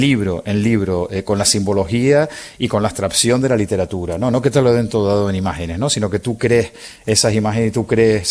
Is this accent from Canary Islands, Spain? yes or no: yes; Agaete, Canary Islands, Spain; ahí nos encontramos toda la gente que nos criamos en Agaete, que amamos esa fiesta